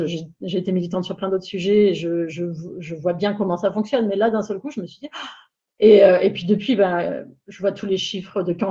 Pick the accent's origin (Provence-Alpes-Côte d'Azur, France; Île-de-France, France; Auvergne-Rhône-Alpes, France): Provence-Alpes-Côte d'Azur, France